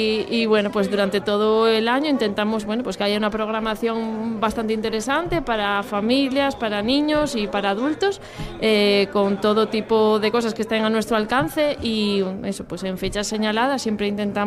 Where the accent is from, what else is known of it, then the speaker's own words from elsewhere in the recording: Gijón, Asturias, Spain; yo soy de Navelgas, bueno, familia era de Navelgas, yo soy de Gijón